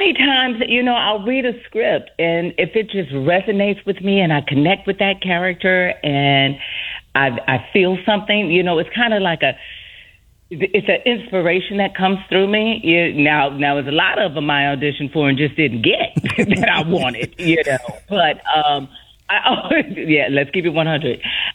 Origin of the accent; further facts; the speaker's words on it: Los Angeles, California, United States; I grew up in South Central L.A., and it was a block where, like, we had at least 25 kids on the block, and we were all around the same age.